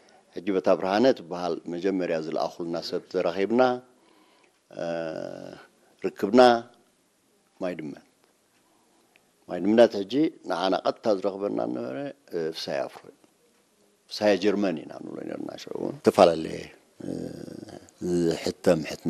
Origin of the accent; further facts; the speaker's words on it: Asmara, Maekel, Eritrea; born there; ኣብ ኣስመራ ተወሊደ